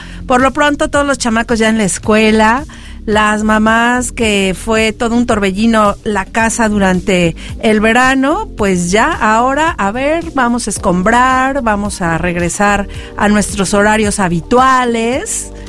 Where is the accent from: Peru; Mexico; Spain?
Mexico; Tulancingo, Hidalgo; moved away; cuando yo fui a Tulancingo, Hidalgo, mi tierra natal